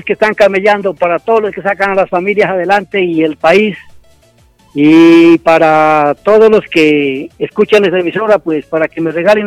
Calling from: Nariño, Colombia; Sí, el Rosé es de acá de mi tierra, Nariño, Lorenceña.

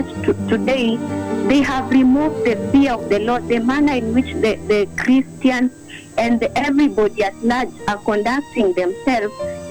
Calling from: Kisii, Kisii County, Kenya; I am calling from Kisii University

